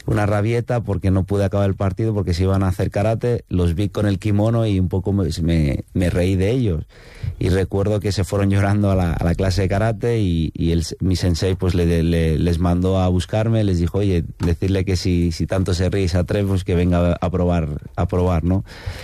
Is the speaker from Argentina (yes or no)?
no; Granollers, Catalonia, Spain; born there; moved away as an adult; now in Madrid, Spain; yo nací en Granollers, en la provincia de Barcelona. La gente lo puede conocer un poco por el balonmano, porque tienen ahí club de balonmano y nací en el 93, soy más joven